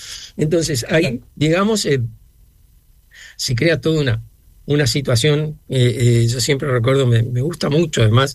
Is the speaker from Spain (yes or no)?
no; Uruguay; soy uruguayo.